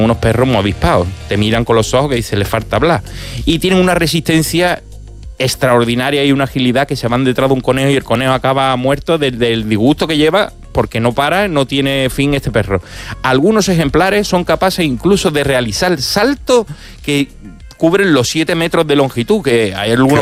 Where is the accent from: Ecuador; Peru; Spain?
Spain; Cádiz, Andalusia; Como yo soy gaditano, suena igual.